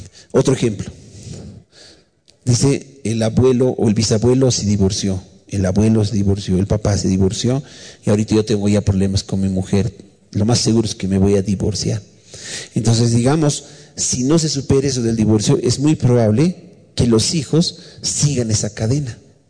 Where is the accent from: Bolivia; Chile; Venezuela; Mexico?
Bolivia; Si tenemos esa maldición como bolivianos